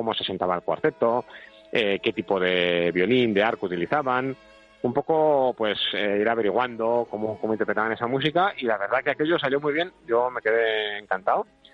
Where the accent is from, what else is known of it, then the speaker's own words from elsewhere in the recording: Bilbao, Basque Country, Spain; como soy de Bilbao